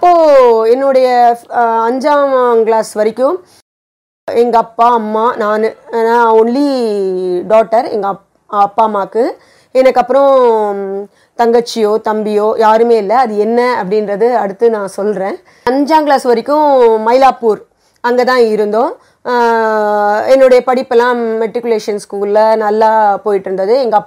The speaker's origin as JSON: {"language": "Tamil", "town": "Chennai", "region": "Tamil Nadu", "country": "India", "tie": "born or raised there", "said": "நான் பிறந்து வளர்ந்து எல்லாமே சென்னை தான். நான் ஒரு ஆர்த்தடாக்ஸ் பிராமின் ஃபேமிலியில், ஐயங்கார் ஃபேமிலியில் நான் பிறந்தேன்."}